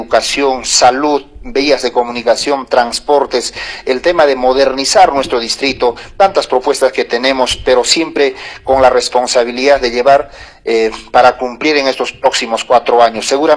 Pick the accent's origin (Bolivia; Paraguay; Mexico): Bolivia; Chalhuanca, mi tierra natal, Jancocala, de Jancocala yo soy, toda … está invitado